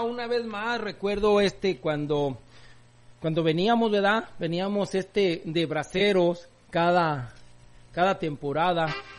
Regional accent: Huejúcar, Jalisco, Mexico; now in United States; yo quería ir a mi pueblo, ¿verdad? Mi pueblo Huejúcar, Jalisco, quería ir yo a estar allá con mi gente

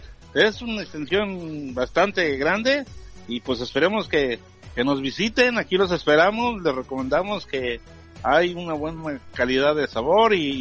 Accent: Tlaxcala, Mexico; moved away as an adult; also born or lived in Mexico City / Puebla; now in California, United States; Nosotros somos originarios de Tlaxcala.

